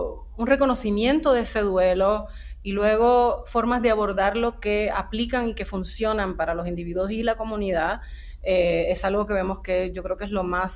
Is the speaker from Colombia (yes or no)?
no; Puerto Rico; now in Mexico; yo soy boricua, he estado viviendo en México los últimos 17 años